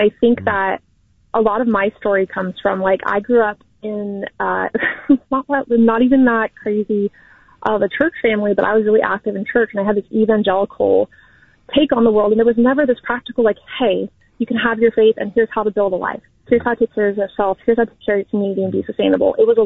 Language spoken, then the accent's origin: English; Martinez, California, United States; Like, I grew up in Martinez. I see the quote unquote kind of suburban normal life. Like we were working class family kind